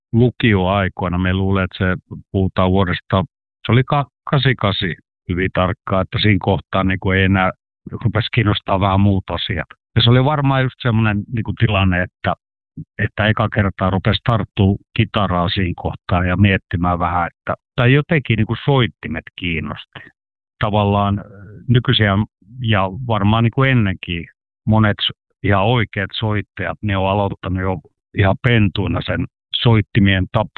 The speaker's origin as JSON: {"language": "Finnish", "region": "Karelia", "country": "Finland"}